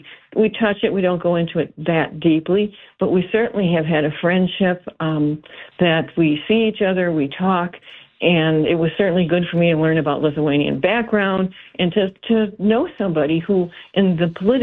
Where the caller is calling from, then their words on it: Chicago, Illinois, United States; I found out she was from Chicago, as I am.